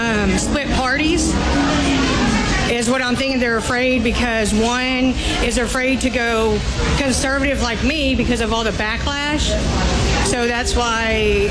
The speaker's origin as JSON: {"language": "English", "town": "Miller Grove", "region": "Texas", "country": "United States", "said": "I am from a small town called Miller Grove, Texas."}